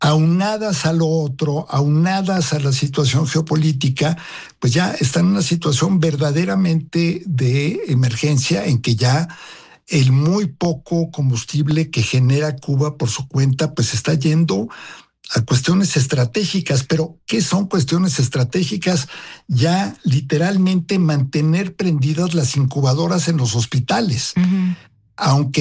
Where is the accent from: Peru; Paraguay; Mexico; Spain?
Mexico; also born or lived in Soviet Union; me tocó vivir en la Unión Soviética, Pam, como diplomático mexicano.